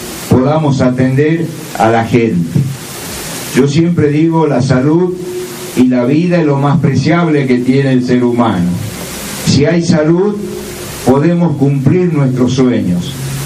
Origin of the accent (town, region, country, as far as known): Tucumán, Argentina